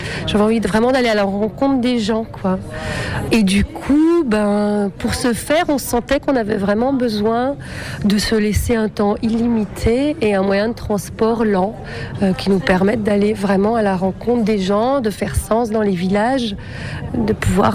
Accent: Belgium; lui espagnol, moi je suis belge.

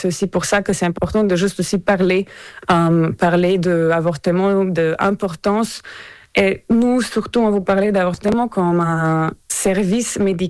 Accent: Slovenia; chez nous, en Slovénie

